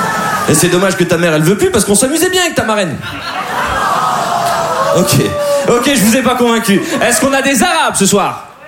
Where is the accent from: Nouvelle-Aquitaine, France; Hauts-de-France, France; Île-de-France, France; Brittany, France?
Hauts-de-France, France; Dunkirk; now in Lille, France; je suis originaire de Dunkerque près de Los Angeles. Et maintenant j'habite à Lille dans l'Illinois.